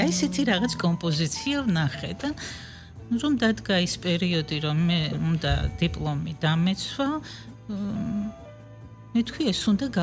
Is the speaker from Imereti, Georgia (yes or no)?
no; Vejini, Kakheti, Georgia; born there; დავიბადე გურჯაანის რაიონში, სოფელ ვეჯინში, ბავშვიან ოჯახში.